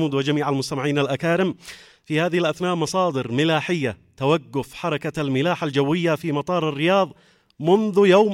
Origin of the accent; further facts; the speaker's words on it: Yemen; أبناء شعبنا اليمني